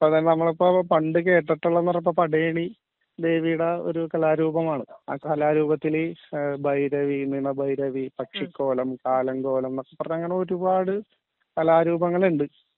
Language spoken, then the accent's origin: Malayalam; Mulavad, Kerala, India; മുളവാട് ഒരു ഗ്രാമത്തിൽ ജനിച്ചു വളർന്നാണ്. ചെറുപ്പം മുതല് പാട്ടും ഡാൻസൊക്കെ ആയിട്ട് നടന്നു.